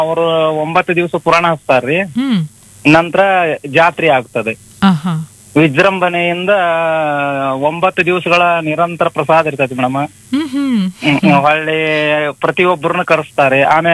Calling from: Shirol, Karnataka, India; ಶಿರೋಳದಿಂದ.

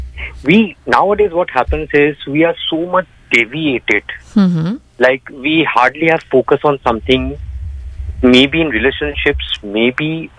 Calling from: Belgharia, West Bengal, India; I'm calling from Bilgoria.

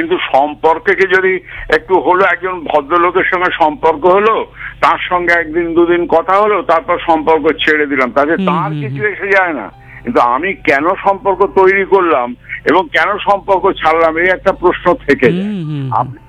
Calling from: Serampore, West Bengal, India; শ্রীরামপুর থেকে।

